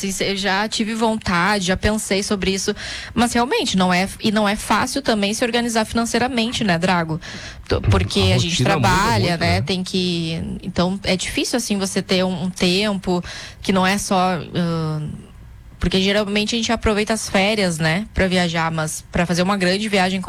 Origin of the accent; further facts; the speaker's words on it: Cachoeira do Sul, Rio Grande do Sul, Brazil; Porque eu já te falei, né, sou natural de Cachoeira do Sul